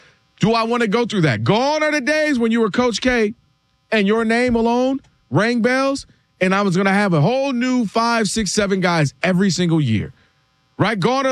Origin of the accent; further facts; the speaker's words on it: Ann Arbor, Michigan, United States; And I say unfortunately as somebody born and raised in Ann Arbor, you know, go blue.